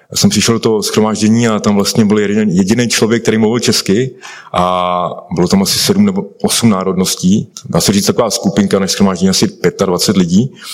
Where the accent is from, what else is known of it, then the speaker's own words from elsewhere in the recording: Karlovy Vary, Karlovy Vary Region, Czechia; já pocházím z Karlových Varů, kde drogy byly vždycky celkem vážný problém